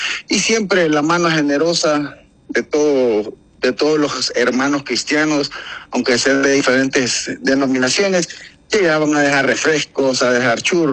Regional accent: Honduras; nuestro bello país Honduras

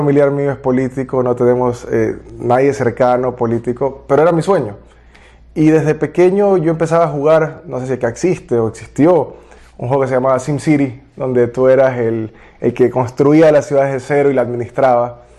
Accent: Ecuador; soy ecuatoriano, tengo 34 años, soy cristiano desde hace 4.

